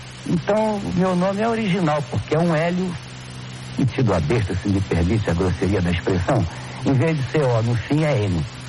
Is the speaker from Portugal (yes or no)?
no; Rio de Janeiro, Brazil; born there; nasci em Vila Isabel, na rua Santa Luísa